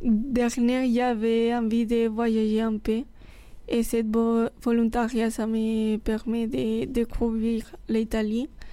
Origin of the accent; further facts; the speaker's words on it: Castilla-La Mancha, Spain; French is a second language; now in Nîmes, France; j'ai 23 ans et je viens de Castilla-La Mancha, d'un petit village de 3000 habitants. Mais la ville plus grande, près de chez moi, c'est Albacete.